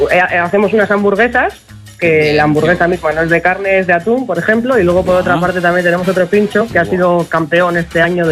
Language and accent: Spanish; Ea, Basque Country, Spain; Soy de Ea. Otro pueblito costero cercano, de Ea.